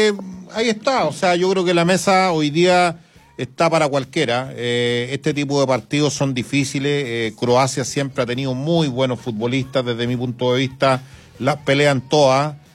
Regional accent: Chile

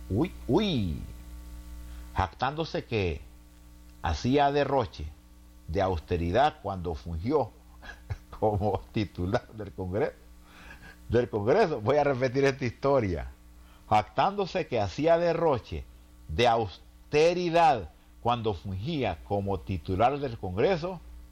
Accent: Honduras; Ahora le voy a decir lo que digo yo, como hondureño.

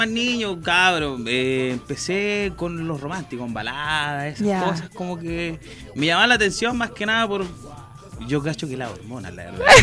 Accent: Lago Rapel, Las Cabras, Peumo, O'Higgins, Chile; born there; also born or lived in Santiago, Chile; nací en Santiago, me crié parte de mi infancia en Lago Arrapel, Las Cabras, Peumo.

